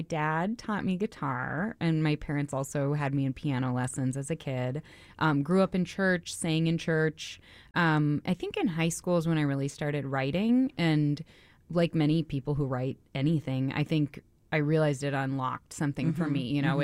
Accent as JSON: {"language": "English", "town": "Duluth", "region": "Minnesota", "country": "United States", "lives_now": "Twin Cities, United States", "said": "Well, I'm from Duluth."}